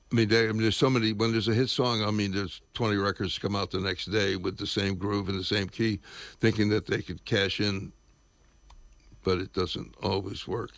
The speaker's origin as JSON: {"language": "English", "region": "Connecticut", "country": "United States", "tie": "born or raised there", "said": "Well, I grew up in Connecticut listening to the WBLI AM radio, and the Haven is 67% Italian, at least it was. I just found out I'm 45% Italian"}